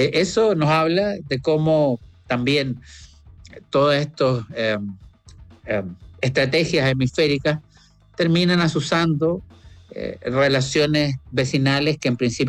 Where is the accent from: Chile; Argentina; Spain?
Chile; Santiago, Santiago Metropolitan Region; que incluso yo mismo que soy santiaguino y que tuve que ir alguna vez a la zona para darme cuenta del real alcance